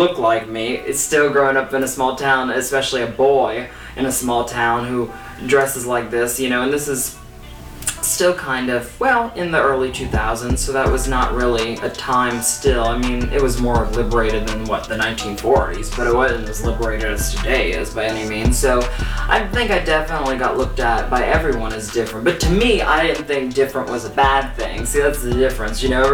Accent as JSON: {"language": "English", "town": "Cut Off", "region": "Louisiana", "country": "United States", "tie": "born or raised there", "said": "I'm from Cut Off, Louisiana, and I grew up on the bayou, very small town."}